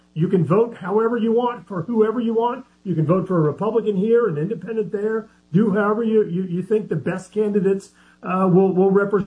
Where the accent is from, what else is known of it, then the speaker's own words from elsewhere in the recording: Louisiana, United States; I grew up in South Louisiana.